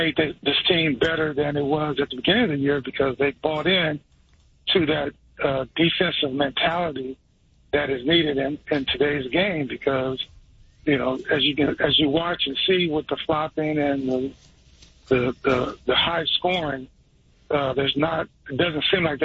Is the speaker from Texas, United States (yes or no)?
no; Bakersfield, California, United States; because I grew up in Bakersfield, California